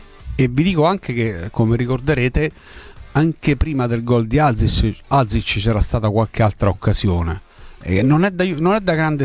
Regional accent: Abruzzo, Italy; io sono nato e cresciuto in Abruzzo, quindi già un po' diverso il discorso

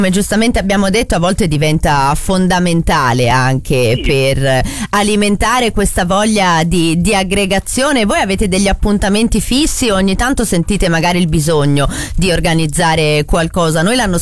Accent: Milan, Lombardy, Italy

